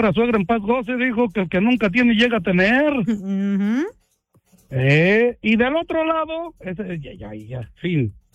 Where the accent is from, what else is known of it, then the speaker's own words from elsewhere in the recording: Tangamandapio, Michoacán, Mexico; moved away; De allá de mi Tangamandapio